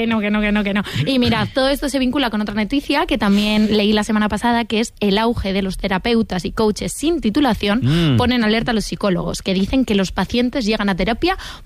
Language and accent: Spanish; Madrid, Community of Madrid, Spain; me llevó en realidad al centro de salud, que siendo madrileña quizás sí que era el infierno, la verdad.